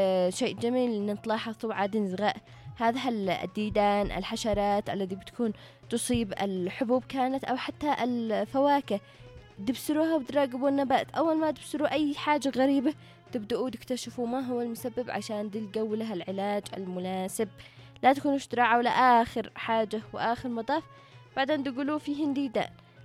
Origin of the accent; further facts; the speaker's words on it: Tihama, Yemen; نحن من تهامة، يقولوا لنا موسم الزراعة خلص، ما في زراعة معاكم عمراء.